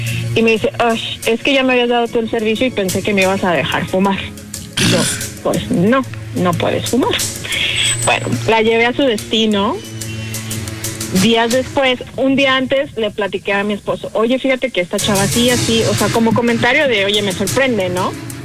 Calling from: Puerto Vallarta, Jalisco, Mexico; Puerto Vallarta.

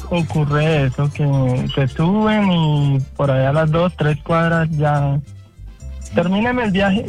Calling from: Bogotá, Colombia; Ando en Engativá, Gran Granada

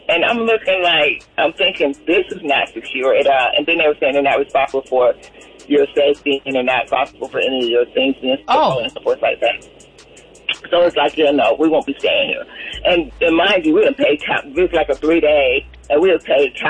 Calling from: Atlanta, Georgia, United States; from Atlanta.

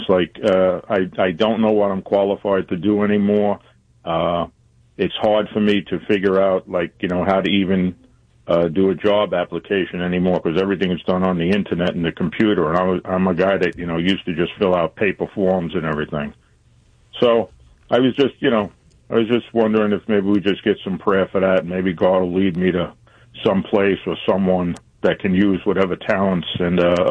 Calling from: Long Island, New York, United States; Long Island, New York.

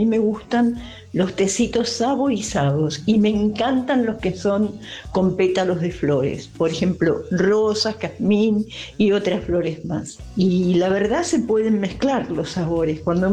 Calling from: Parque Chas, Buenos Aires, Argentina; Hola desde el alma … de Parque Chas, DNI 516.

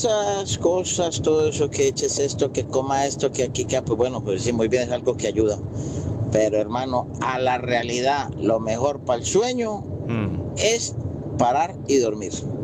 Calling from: Obando, Valle del Cauca, Colombia; pero yo soy del Valle. Yo soy de Obando.

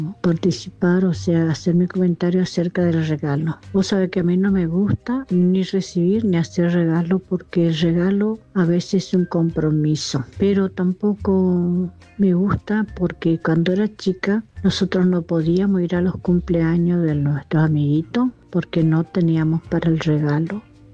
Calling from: Formosa, Argentina; te llamo desde Formosa.

